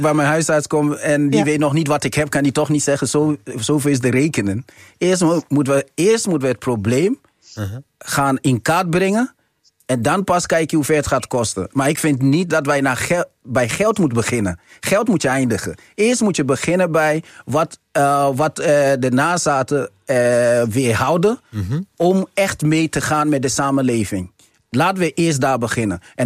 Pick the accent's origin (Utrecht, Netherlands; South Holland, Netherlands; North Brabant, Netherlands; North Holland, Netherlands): North Holland, Netherlands; Amsterdam; Ik ben opgegroeid in de Bijl, maar ik woon nog steeds daar.